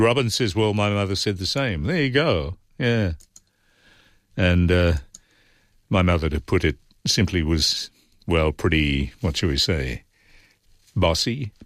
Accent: Australia; Well, no, I'm not from Boston. But there was another incident where I was talking to a couple of Americans. One said to the other, well, how would I know he was Australian?

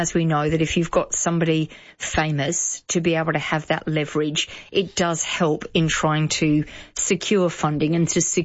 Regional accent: England, United Kingdom; What I will share with you is I did a lot of my growing up in England at one point

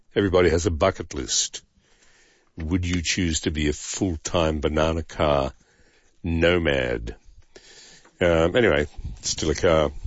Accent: Melbourne, Victoria, Australia; I'm from Melbourne too, and exactly like Martin, I listen to 2GB all the time.

